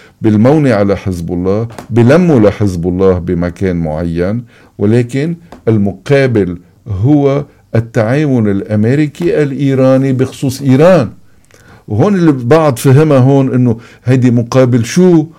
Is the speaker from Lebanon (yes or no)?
yes; Lebanon; نحن كشعب لبناني